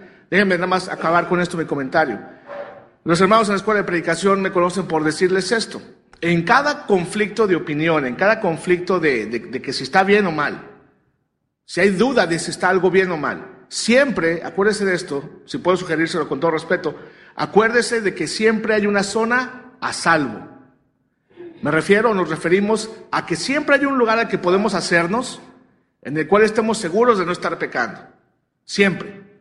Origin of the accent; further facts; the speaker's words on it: Mexico; Si usted creció como yo crecí en México, sin arbolito de Navidad, pues no queda traumado uno